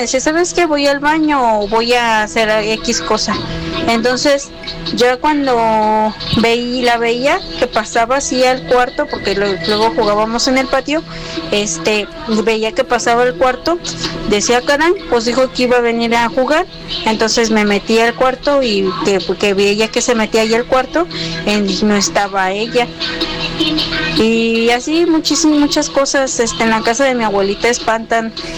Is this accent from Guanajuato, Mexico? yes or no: yes; Celaya, Guanajuato, Mexico; Yo soy originaria de Celaya, Guanajuato. Cuando era una niña, tenía como 8 años, yo vivía antes en la casa de mi abuelita.